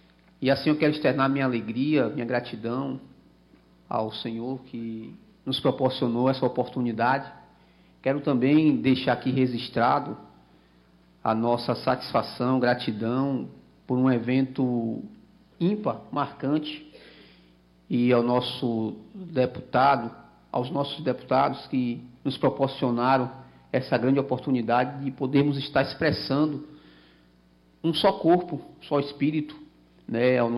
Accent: Bahia, Brazil; now in Itajaí, Brazil; eu sou baiano, hoje resido na cidade de Itajaí, Santa Catarina, mas eu tenho já São Paulo como minha segunda estadia

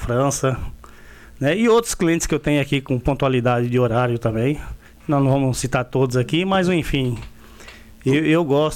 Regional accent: São Paulo, Brazil; Porque se você sai de um, que nem eu saí de São Paulo, capital, se sai do interior de São Paulo, já mudava um pouco. Enfim, eu mudei para o interior da Bahia, então é uma mudança radical.

